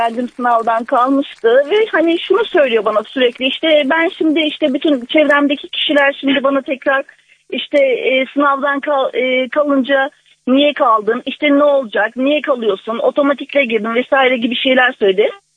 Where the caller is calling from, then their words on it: Gebze, Kocaeli, Turkey; Kocaeli Gebze'den arıyorum.